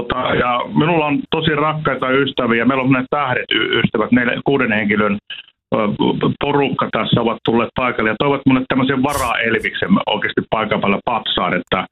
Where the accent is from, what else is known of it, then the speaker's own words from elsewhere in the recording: Mikkeli, South Savo, Finland; Mikkelistä, kun olen kotoisin